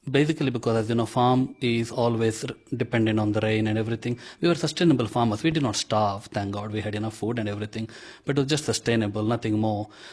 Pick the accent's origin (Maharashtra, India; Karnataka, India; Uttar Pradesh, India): Karnataka, India; first language Konkani; English is a second language; the language we grew up speaking is called Konkani. So that is my mother tongue. You might have heard about Goa. So Goa is a state north of Karnataka, which is my state. So that is the state language there. So we have got a bit of influence from Goa. So that is the mother tongue I grew up talking.